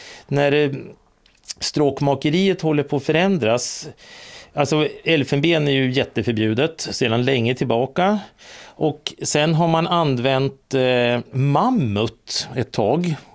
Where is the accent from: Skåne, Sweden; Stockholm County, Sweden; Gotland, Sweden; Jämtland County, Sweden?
Jämtland County, Sweden; jag är uppvuxen i Jämtland, så då där hade ju alla älghorn hemma i garaget